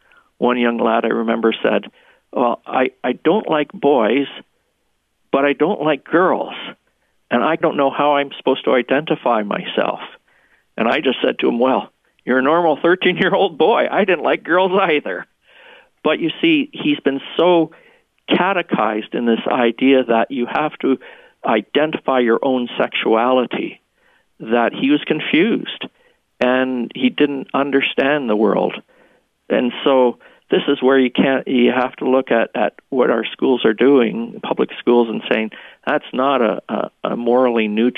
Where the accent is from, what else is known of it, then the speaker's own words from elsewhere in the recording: Canada; My home country is in Canada.